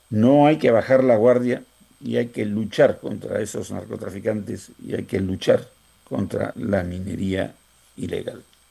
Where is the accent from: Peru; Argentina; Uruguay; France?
Peru; Yo no soy fujimorista, ojo, sino yo soy peruano.